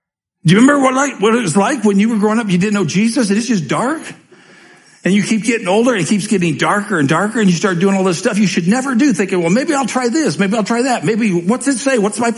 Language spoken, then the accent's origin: English; Commerce City, Colorado, United States; I grew up in Commerce City, Colorado. It's really dark there. It was dark 52 years ago. It's still dark. Man, I am so old